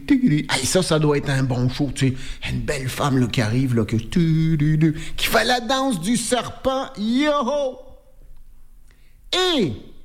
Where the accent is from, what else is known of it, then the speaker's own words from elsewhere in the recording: Trois-Rivières, Quebec, Canada; je me souviens quand j'étais petit gars, à Trois-Rivières, pendant l'exposition agricole qui a toujours lieu à la fin de l'été, au mois d'août